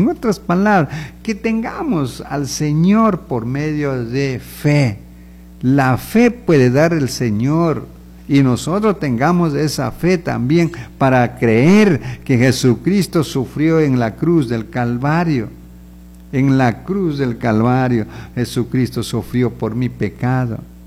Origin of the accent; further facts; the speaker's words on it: Ecuador; nosotros aquí en el Ecuador hay tantas etnias, tantas razas, podemos decir, mestiza, indígena.